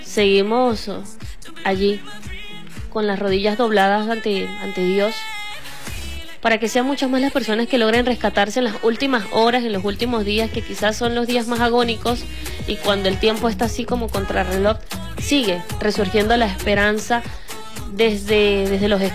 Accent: Venezuela

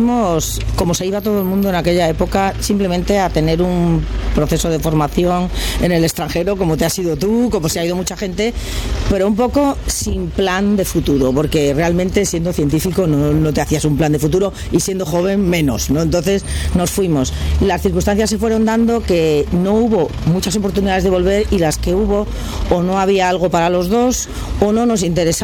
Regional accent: Spain; moved away as an adult; now in New York, United States; nosotros somos laboratorios españoles en Estados Unidos.

